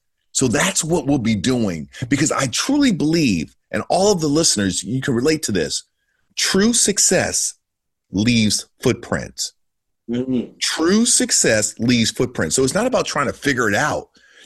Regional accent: Maryland, United States; now in California, United States; And you know, Carl, I'm from Maryland, so I'm all the way out in California, 3,000 miles away.

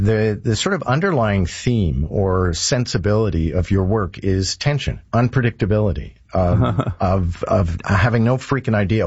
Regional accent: Montreal, Quebec, Canada; And I grew up in Montreal, so obviously it's kind of like being born in Florence. You know, you never lose that.

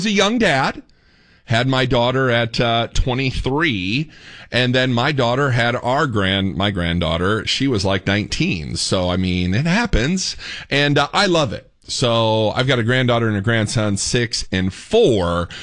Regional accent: Indiana, United States; moved away as an adult; now in Texas, United States; the wife and I moved down here to Texas from Indiana. Y'all know I'm a Yankee, proud Hoosier.

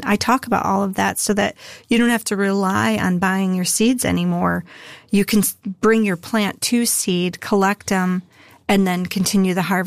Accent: Midwest, United States; Even though I was from the Midwest for 48 years, I really knew that my reach was getting wider

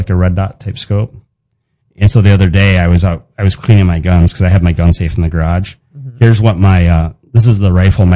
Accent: Michigan, United States; moved away; I grew up in Michigan.

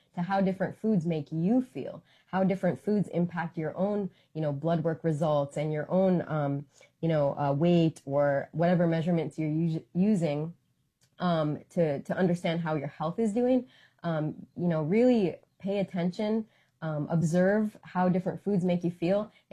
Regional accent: Northern Plains, United States; I'm from the Northern Plains, so how I can't eat a bison diet in the way that my ancestors did

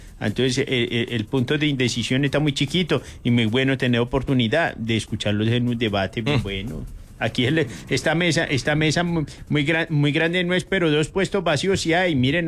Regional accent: Colombia; como colombianos que queremos una Colombia mejor

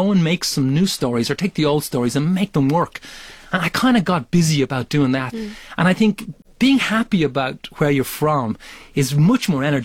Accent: Ireland; I think I would love to feel good about being Irish and not to feel sad about being Irish anymore.

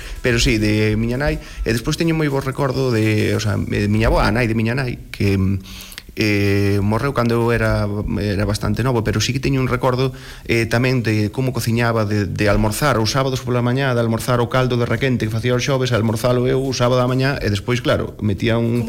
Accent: Palas de Rei, Galicia, Spain; eu que son da Ulloa, son de Palas

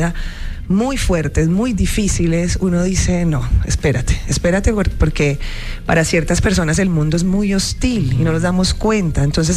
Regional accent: Cali, Valle del Cauca, Colombia; now in Bogotá, Colombia; yo soy caleña, ve. Desde Cali, Colombia. Yo vengo de Bogotá, porque yo vivo en Bogotá, pero yo soy de Cali.

